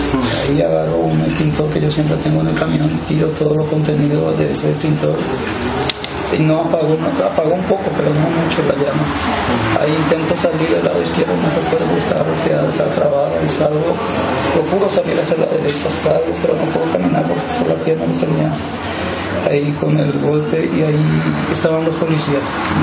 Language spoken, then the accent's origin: Spanish; Paraguay; born there; also born or lived in San Pedro, Paraguay; Soy paraguayo, nací en el norte del país, en San Pedro, crié aquí.